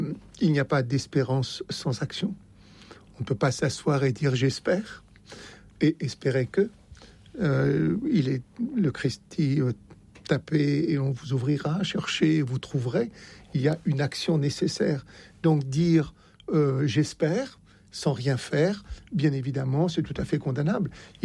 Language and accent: French; Oran, Oran Province, Algeria; moved away; Je suis né à Oran.